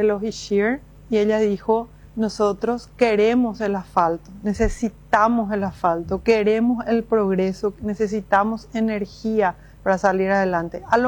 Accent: Agua Dulce, Alto Paraguay, Paraguay; nosotros somos de Agua Dulce, del distrito de Bahía Negra.

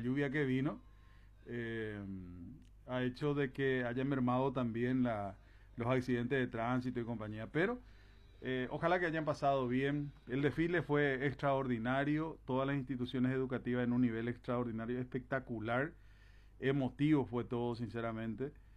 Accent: Paraguay

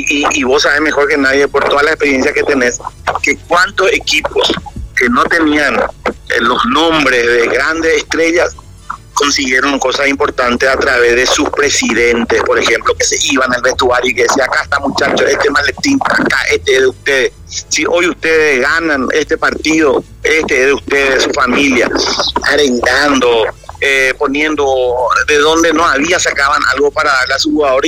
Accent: Ceballos, Paraguay; born there; mi papá sí es de Luque, nació en Luque, vino a Ceballos a trabajar en la Lievi, seguramente por esas circunstancias yo nací en Ceballos

